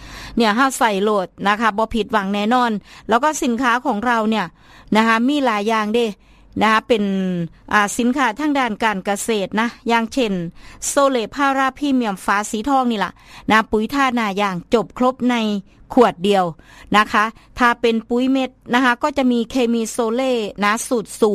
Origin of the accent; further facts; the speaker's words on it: Isan, Thailand; accent: Isan Lao; first language Isan Lao; Thai is a second language; ก็ต้องเว้าลาวอีสานบ้านเฮานี่ล่ะ